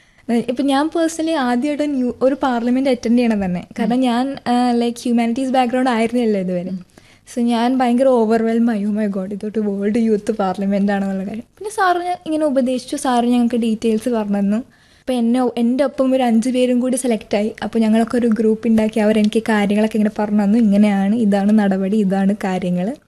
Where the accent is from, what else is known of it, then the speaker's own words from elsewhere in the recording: Kerala, India; ഞാൻ പറഞ്ഞു, ഞാൻ മലയാളിയാണ്, കണ്ടാൽ തോന്നിട്ടുണ്ടെങ്കിൽ എനിക്ക് ഹിന്ദി അറിയാം.